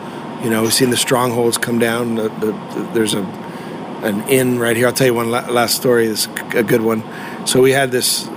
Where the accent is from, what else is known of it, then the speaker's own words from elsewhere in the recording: Canada; born there; moved away as an adult; as a Canadian boy.